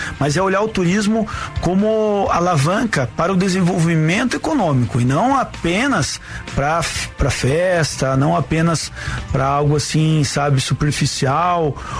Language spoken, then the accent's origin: Portuguese; São José dos Pinhais, Paraná, Brazil; also born or lived in Curitiba; Eu nasci no Hospital São Vicente, em Curitiba. Me criei, fui criado ali em São José dos Pinhais, no bairro Afonso Pena.